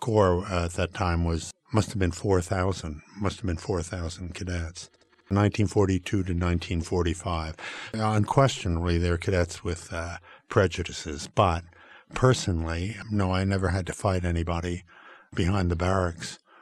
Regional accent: New York, United States; I still think of myself as a New Yorker, naturally. And when I go there, I feel that I'm, yes, this is my place. This is home.

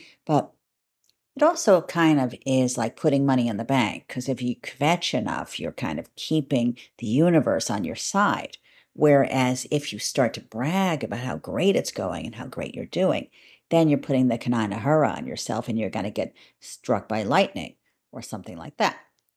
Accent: New Jersey, United States; moved away; So I'm pretty used to tropical, very hot climates. Why? Because I'm from New Jersey. New Jersey is not hot and tropical. But when my parents decided to drag us out of Jersey, we lived on the Jersey Shore

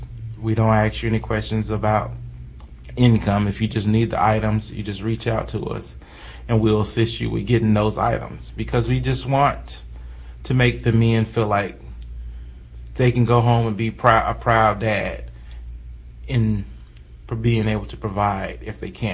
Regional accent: Kansas City, Kansas, United States; Yes, I'm from Wyandotte County. I was born and raised in Wyandotte County. I left and served in the military, and I've been back in Wyandotte County ever since, 97.

